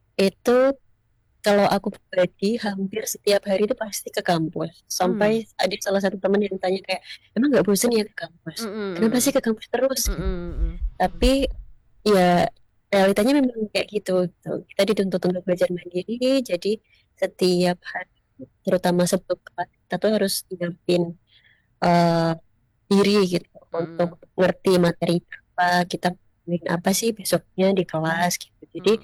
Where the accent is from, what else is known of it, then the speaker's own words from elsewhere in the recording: Indonesia; moved away as an adult; now in Australia; sama-sama Indonesia.